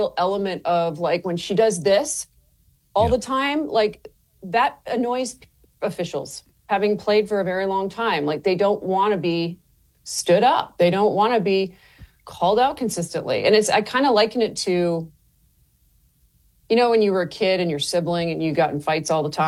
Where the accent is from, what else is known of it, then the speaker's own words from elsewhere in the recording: Canada; moved away; I'm originally from Canada.